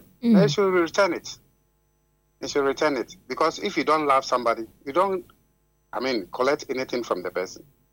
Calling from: Western North, Ghana; I'm calling from Western North, BBNA, to be precise.

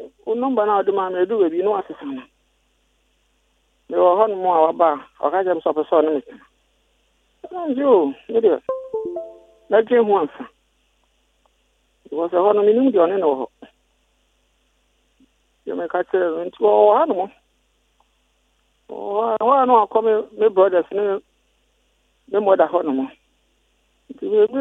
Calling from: Kumasi, Ashanti, Ghana; I'm calling from Domiabra, Kumasi.

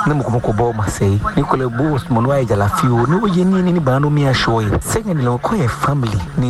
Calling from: Kenya; I'm a Kenyan local.

